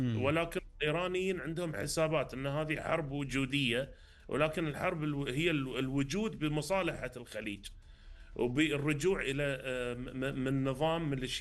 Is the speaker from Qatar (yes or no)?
yes; Qatar